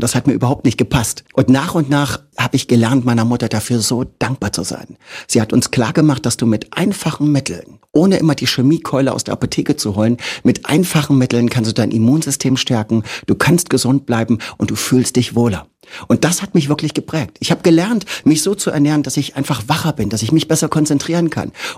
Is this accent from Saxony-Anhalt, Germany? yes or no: yes; Magdeburg, Saxony-Anhalt, Germany; Ja, ich komme aus Magdeburg und muss gestehen, dass ich die Stadt nicht ein einziges Mal gesehen habe.